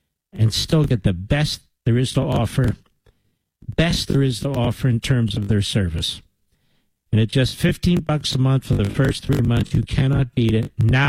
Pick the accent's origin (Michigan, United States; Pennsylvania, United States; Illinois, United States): Pennsylvania, United States; Philadelphia; born there; I was born in Pennsylvania. Remember that? And born in Philadelphia.